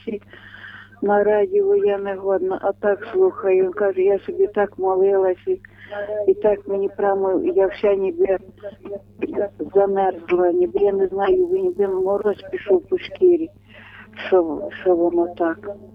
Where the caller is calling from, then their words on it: Khmelnytskyi Oblast, Ukraine; мені вже 92 роки, 93 рік. Я з Хмельниччини.